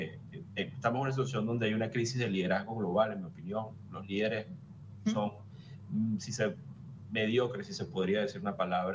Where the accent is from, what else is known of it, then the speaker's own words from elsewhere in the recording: Venezuela; Los venezolanos no estamos bailando en las calles